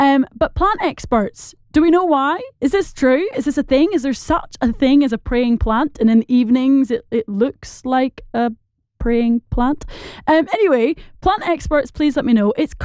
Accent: Scotland, United Kingdom; accent: Scottish; I hope you can understand in my Scottish accent

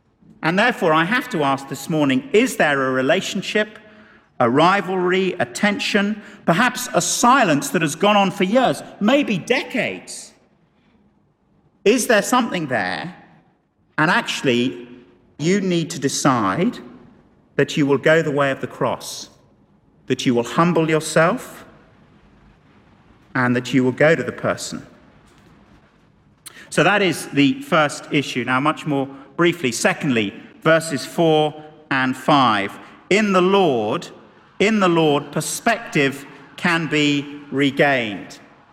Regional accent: United Kingdom; particularly if we're British

